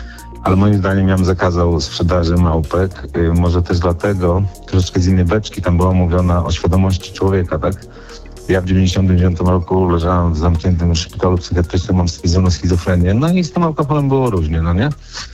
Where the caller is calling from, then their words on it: Białystok, Podlaskie Voivodeship, Poland; bo ja z Białegostoku